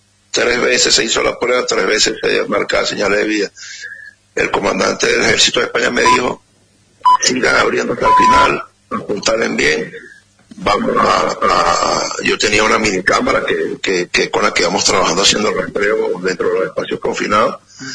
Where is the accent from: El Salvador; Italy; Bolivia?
El Salvador; Yo vengo, un ejemplo, ¿no? Yo vengo de El Salvador